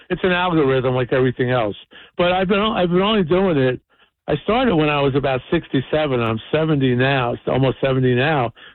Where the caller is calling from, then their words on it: New Jersey, United States; Well, I'm from Jersey. Come on, we're Jersey guys